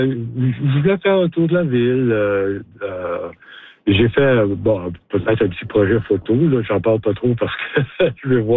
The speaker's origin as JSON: {"language": "French", "town": "Kapuskasing", "region": "Ontario", "country": "Canada", "tie": "born or raised there", "moved": "as an adult", "said": "Moi, j'ai quitté Kapuskasing pour aller étudier en 73."}